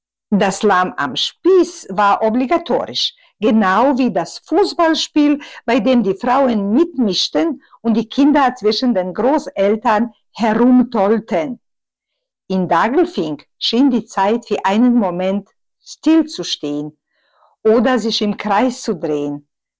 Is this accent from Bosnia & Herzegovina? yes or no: yes; Bosnia & Herzegovina; German is a second language